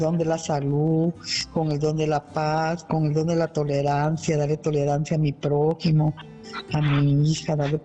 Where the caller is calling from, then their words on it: Aguascalientes, Mexico; de aquí de Aguascalientes.